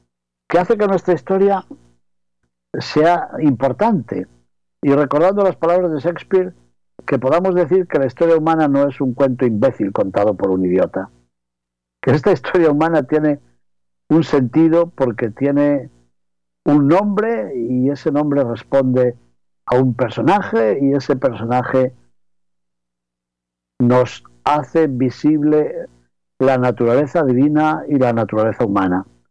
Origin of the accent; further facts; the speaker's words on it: León, Castile and León, Spain; en la hermosa catedral de mi ciudad natal, de León